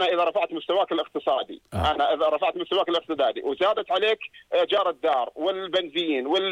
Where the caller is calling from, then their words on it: Jordan; أنا أردني